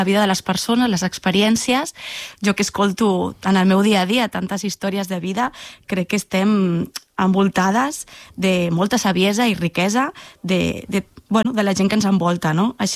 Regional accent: Esplugues de Llobregat, Catalonia, Spain; moved away as an adult; now in Galicia, Spain; jo vaig néixer a Esplugues, de Llobregat. He viscut allà tota la meva infància i joventut. I, bueno, sempre he viscut a casa dels meus pares. Estava en un bloc de pisos d'aquests gegants que estaven envoltats amb diferents blocs de pisos, no?, en una zona comunitària

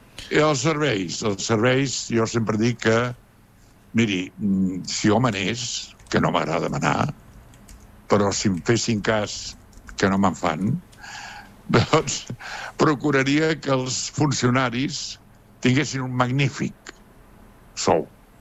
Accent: Sant Joan de les Abadesses, Catalonia, Spain; era la segona d'un partit polític que no mana amb el meu poble, que és Sant Joan de les Abadesses, però que està molt pròxim.

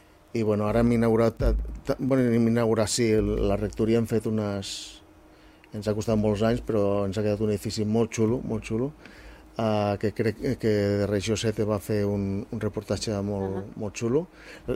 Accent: Sant Fruitós de Bages, Catalonia, Spain; moved away as an adult; also born or lived in Manresa; now in Rajadell, Spain; jo sóc de Manresa, bueno, de Sant Fruitós, vaig viure molts anys a Manresa, i el 2002 vaig anar a viure a Rajadell, i jo ara em sento totalment rajadellent

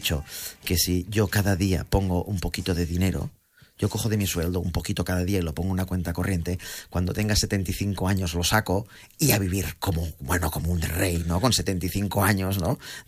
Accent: Catalonia, Spain; also born or lived in Galicia; actor galaico catalán, galaico porque nací en Galicia, aunque nunca viví allí, catalán porque siempre he vivido en Cataluña

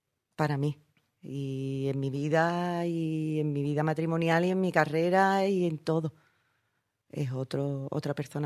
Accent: El Puerto de Santa María, Andalusia, Spain

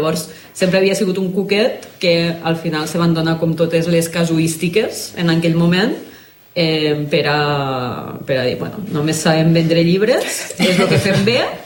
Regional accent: Amposta, Catalonia, Spain; now in Tarragona, Spain; I jo soc d'Amposta.

